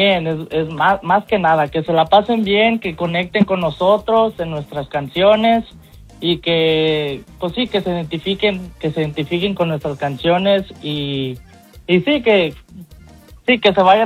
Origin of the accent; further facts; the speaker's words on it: Columbus, Ohio, United States; Sí, especialmente pues de donde somos de Columbus, Ohio.